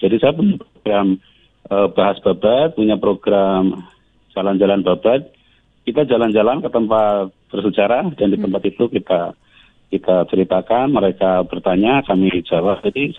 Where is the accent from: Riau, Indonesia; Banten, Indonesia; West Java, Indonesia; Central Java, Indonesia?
Central Java, Indonesia; Banyumas; born there; tanah kelahiran kami